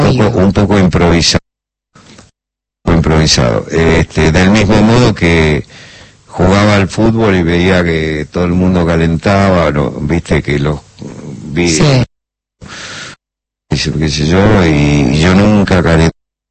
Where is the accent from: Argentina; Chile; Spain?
Argentina